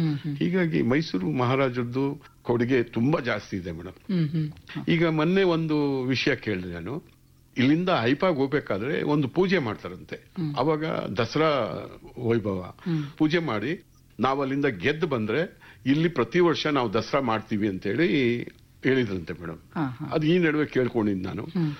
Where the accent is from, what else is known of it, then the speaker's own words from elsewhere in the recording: Bangalore, Karnataka, India; ಮೂಲತಃ ಬೆಂಗಳೂರಿನವ್ರೆ. ನಾನು ಇಲ್ಲೇ ಮೇಡಮ್, ಹೊಸನಗರ ಈಗ ಅಂತಾರೆ, ಅದಕ್ಕೆ ಉಪ್ಪಾರಳ್ಳಿ ಅಂತ ಮೊದ್ಲು ಹೇಳ್ತಾ ಇದ್ರು.